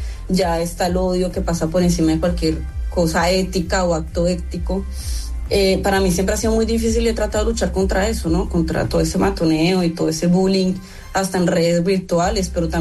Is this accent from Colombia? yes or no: yes; Colombia; moved away